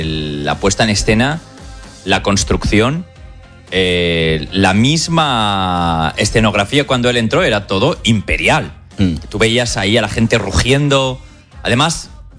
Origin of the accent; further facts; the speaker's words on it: Spain; now in United States; somos muchos españoles aquí en Estados Unidos